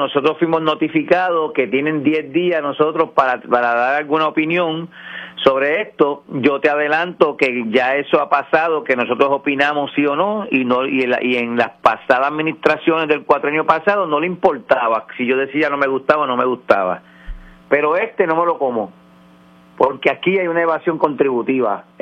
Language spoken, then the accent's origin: Spanish; Aguadilla, Puerto Rico; esto es un mensaje a todos los contribuyentes de esta ciudad de Aguadilla, porque voy a hablar de mi pueblo.